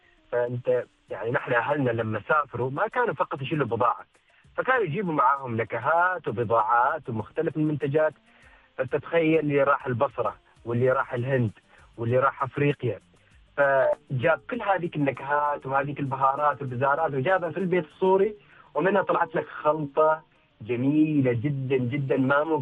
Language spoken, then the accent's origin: Arabic; Sur, Ash Sharqiyah South, Oman; لكن أنا بحكم أني أنا أساسا من ولاية صور، فاخترت أن أصور هذا الفيلم وهذه السفرة في مدينتي يعني.